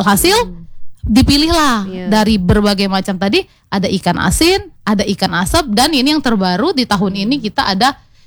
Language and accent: Indonesian; South Sumatra, Indonesia; moved away as an adult; now in Bengkulu, Indonesia; Dulu saya sebenarnya asalnya tuh bukan dari Bengkulu. Jadi asalnya dari Sumatera Selatan. Lama di enggak ngajar di Palembang, Lahat gitu kan.